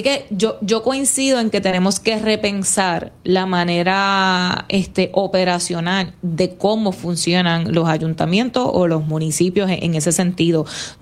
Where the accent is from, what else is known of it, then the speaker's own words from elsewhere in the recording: Morovis, Puerto Rico; y soy de Morovis, by the way, por si acaso. Siento que tengo standing para hablar de Morovis.